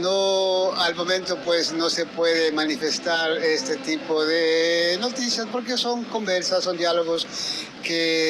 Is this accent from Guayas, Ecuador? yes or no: no; La Troncal, Cañar, Ecuador; como ciudadano, como modesto ciudadano de la Cantona Troncal.